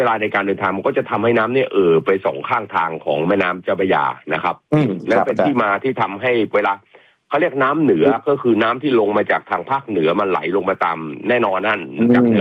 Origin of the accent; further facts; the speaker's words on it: Samut Sakhon, Thailand; born there; now in Bangkok, Thailand; ผมย้ายจากสมุทรสาครนะที่บ้านแถวที่บ้านเกิดผมเนี่ยเข้ามาอยู่กรุงเทพเนี่ยปี2517